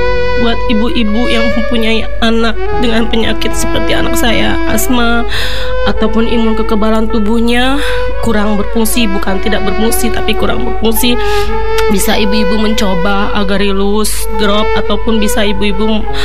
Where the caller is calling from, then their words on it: Lampung, Indonesia; Alamat saya dari Tegalioso, Purbalingga, Lampung Timur.